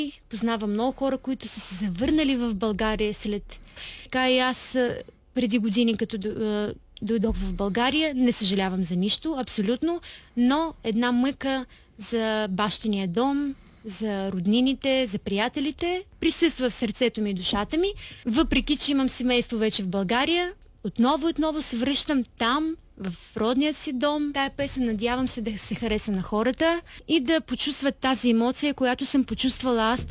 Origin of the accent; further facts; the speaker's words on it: Ukraine; Bulgarian is a second language; now in Bulgaria; съм от Украйна и моето семейство доста ми липсва, защото не сме един до друг дълги години, виждаме се много рядко